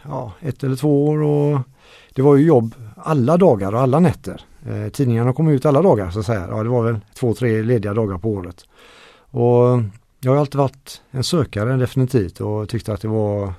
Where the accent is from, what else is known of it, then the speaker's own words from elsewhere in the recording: Gothenburg, Västra Götaland County, Sweden; Jag har ju ett utländskt namn … men jag har alltid känt mig som äkta göteborgare.